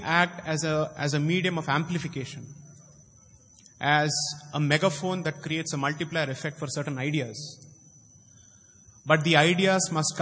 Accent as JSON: {"language": "English", "region": "Delhi", "country": "India", "said": "and I come from Delhi, for the last 17 years it's been my home"}